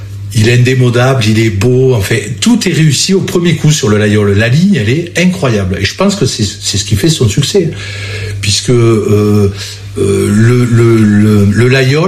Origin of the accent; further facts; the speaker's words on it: Laguiole, Occitanie, France; born there; Alors, moi, je suis l'Aïeulé, je suis né à l'Aïeul. Je suis né à l'Aïeul.